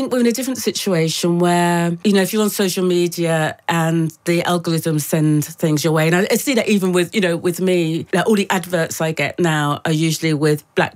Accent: England, United Kingdom; I'm not Scottish, I'm not Welsh. I'm very definitely English.

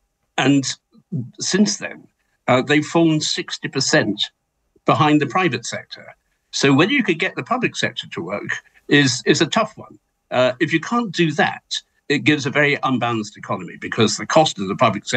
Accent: Malaysia; moved away; I was brought up in Malaysia

